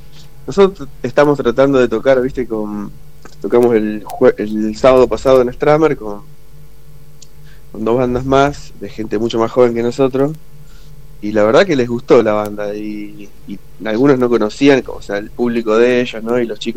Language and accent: Spanish; Junín, Buenos Aires Province, Argentina; now in La Plata, Argentina; Éramos chicos de barrio que nos mudamos a una gran ciudad como La Plata, pero yo, por ejemplo, soy de Junín, del interior del país, de la provincia, y además de un barrio, ¿viste? Y de ahí salté a La Plata